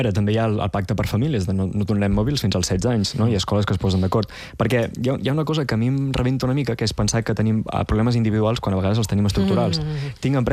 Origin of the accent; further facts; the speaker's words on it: Olot, Catalonia, Spain; Que si jo necessito anar a Barcelona i sóc d'Olot, doncs necessito un Google Maps per arribar on he d'arribar.